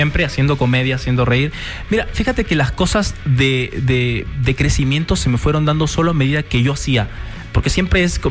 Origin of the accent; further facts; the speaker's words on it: Peru; moved away as an adult; now in Buenos Aires, Argentina; yo nací en Perú, en un casi pueblito, ciudad pequeña, ¿no?